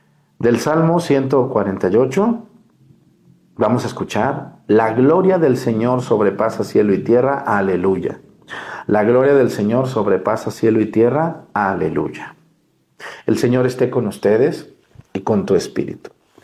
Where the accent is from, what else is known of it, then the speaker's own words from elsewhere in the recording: Mexticacán, Jalisco, Mexico; Así que están invitados en Mesticacán, Jalisco, mi pueblo.